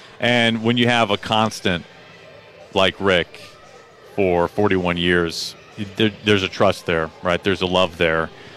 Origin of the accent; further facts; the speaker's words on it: St. Louis, Missouri, United States; now in Seattle, United States; And I grew up in St. Louis